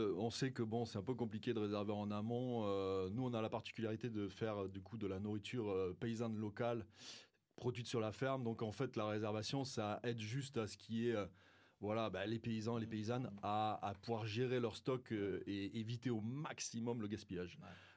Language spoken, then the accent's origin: French; Occitanie, France; parce que moi je viens des Cévennes.